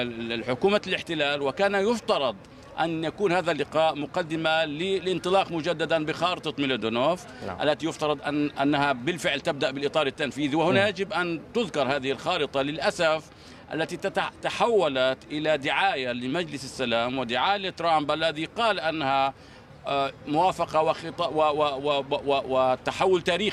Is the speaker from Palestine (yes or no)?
yes; Palestine; نحن كفلسطينيين